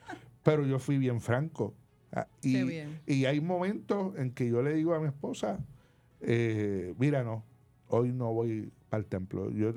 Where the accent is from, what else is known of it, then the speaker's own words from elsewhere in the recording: Carolina, Puerto Rico; yo me crié en Carolina, yo vivía en Carolina, aunque frecuentaba más en Atorrey